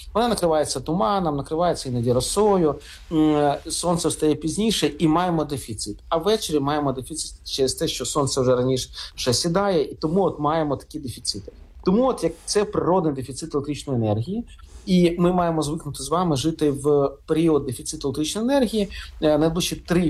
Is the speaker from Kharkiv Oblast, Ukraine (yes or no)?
yes; Kharkiv Oblast, Ukraine; це або моя рідна Харківщина, або Чернігівщина, Сумщина, або наш рідний Київ, Київська область.